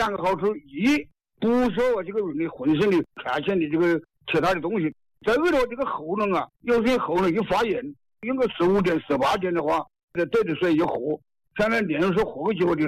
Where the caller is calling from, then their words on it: Yunmeng, Hubei, China; 我云梦的，云梦。